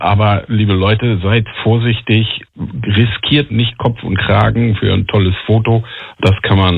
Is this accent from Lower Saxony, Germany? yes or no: yes; Hanover, Lower Saxony, Germany; Ich komme aus Hannover, da habe ich das große Glück, tatsächlich die meiste Strecke komplett durch Grün zu fahren.